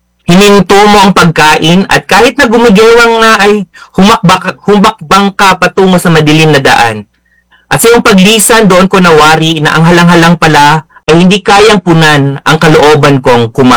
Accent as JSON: {"language": "Tagalog", "town": "Iligan", "region": "Northern Mindanao", "country": "Philippines", "tie": "born or raised there", "said": "Like for example, experience ko growing up dito sa Iligan, kasi meron din pa childhood na mga poetry"}